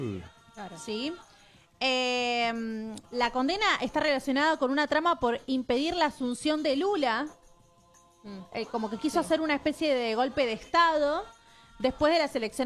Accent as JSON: {"language": "Spanish", "country": "Argentina", "said": "Nos influye como argentinos"}